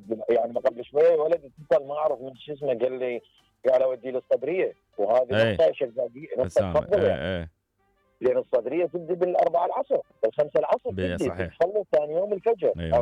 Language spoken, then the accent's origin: Arabic; Iraq; أنا عراقي ما أعرف هاي المعلومة.